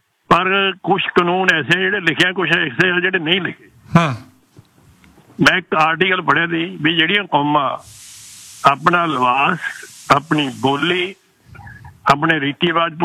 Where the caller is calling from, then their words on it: Canada; ਮੈਂ ਵੀ ਕੈਨੇਡਾ, ਮੈਂ ਕੈਨੇਡਾ ਦੇ ਰਹਿਣਾ ਜੀ